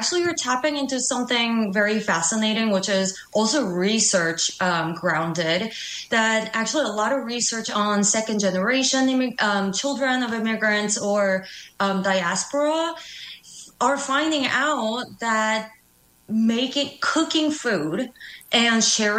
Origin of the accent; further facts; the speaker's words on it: South Korea; moved away; when I was growing up in Korea, even back from, I would say, like two decades ago